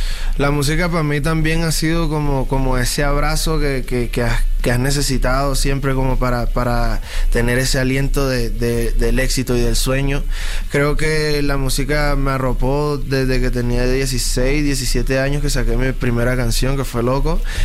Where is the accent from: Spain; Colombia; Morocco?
Colombia; Caribbean coast; en mi caso de la costa también ha influido muchísimo el hecho de donde nací, cómo crecí, con la música que me crié.